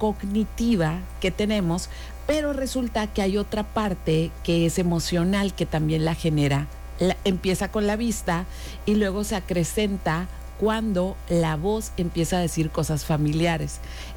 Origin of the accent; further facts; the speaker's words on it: Mexicali, Baja California, Mexico; moved away; ¿De qué parte del norte eres? Y le dije, Mexicali.